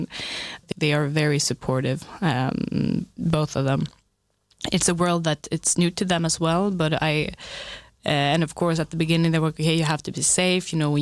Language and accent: English; Stockholm, Stockholm County, Sweden; English is a second language; compared to Stockholm, which is my hometown or home city, it's a bit impersonal, I would say, Stockholm, compared to Trieste